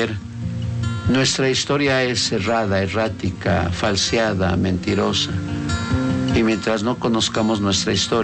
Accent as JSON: {"language": "Spanish", "country": "Mexico", "said": "yo soy mexicano, pero yo leo mucho."}